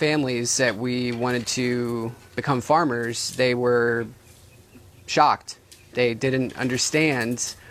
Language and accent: English; Georgia, United States; also born or lived in Atlanta; I grew up in North Metro suburbs with my wife, and we spent about 15 years in Atlanta